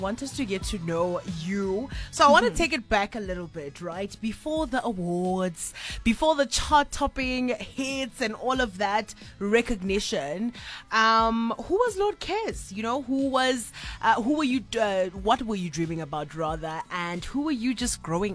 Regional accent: Kimberley, Northern Cape, South Africa; I'm a Kimberley girl.

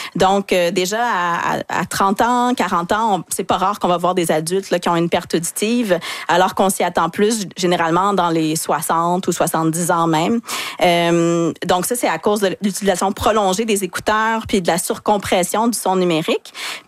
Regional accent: Quebec, Canada; chez nous au Québec

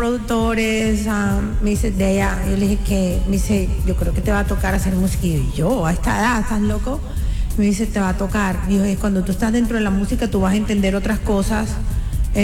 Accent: Barranquilla, Atlántico, Colombia; moved away as an adult; now in Los Angeles, United States; Soy barranquillera, pero yo creo que mi sangre es como más cartagenera.

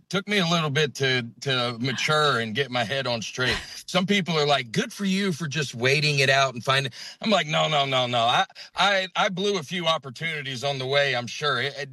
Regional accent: the South, United States; accent: Southern; now in Manhattan, United States; I mean, my accent, I talk about it on stage. I mean, I get a lot of strays, a lot of projecting. Southern accents about 6 or 7 years ago were doing a lot better for themselves than they are now.

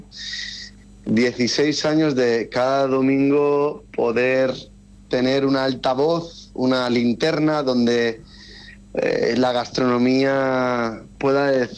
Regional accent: Balearic Islands, Spain; Pero como buen mallorquín que soy o buen mediterráneo, tengo uno que es infalible.

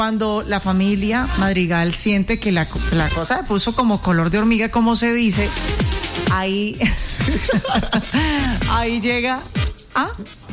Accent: Cali, Valle del Cauca, Colombia; a mí me duele mi Cali, soy de aquí de Cali.

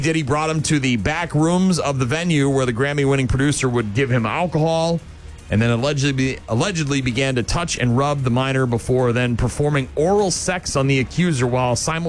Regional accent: New Hampshire, United States; To my home state of New Hampshire

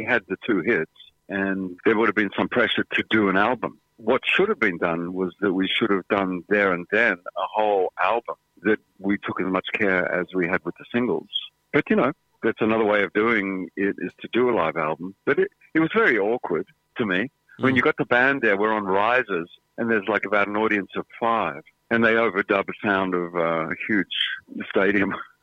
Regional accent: Melbourne, Victoria, Australia; growing up in Melbourne and listening to all this great music on the radio and hearing Australians even playing on the radio

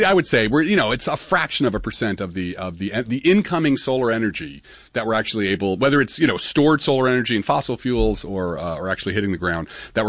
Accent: Newark, New Jersey, United States

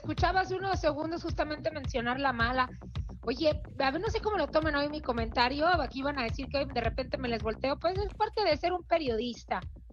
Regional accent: Mexico; para que venga y nos madre como mexicanos.

